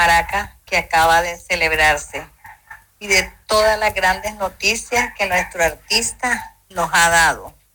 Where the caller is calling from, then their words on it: Nicaragua; soy de Nicaragua.